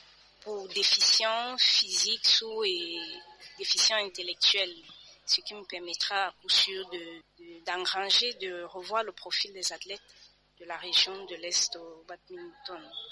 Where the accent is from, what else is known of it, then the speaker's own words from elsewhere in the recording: Bertoua, East, Cameroon; Je viens de la région de l'Est, plus précisément de la ville de Bertois.